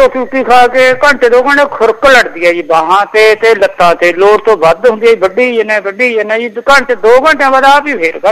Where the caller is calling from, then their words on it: Punjab, India; ਪਿੰਡ ਢੱਡੇ